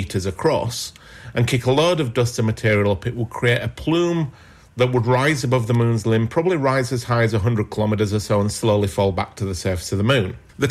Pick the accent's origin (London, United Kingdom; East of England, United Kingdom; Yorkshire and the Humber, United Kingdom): Yorkshire and the Humber, United Kingdom; It's just like growing up in Yorkshire again.